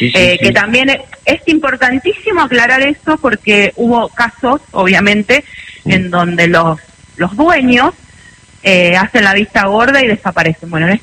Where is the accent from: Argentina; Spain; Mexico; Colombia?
Argentina; Macachín, La Pampa; born there; now in Toay, Argentina; Yo nací en Macachín, pero hace 20 años que estoy acá.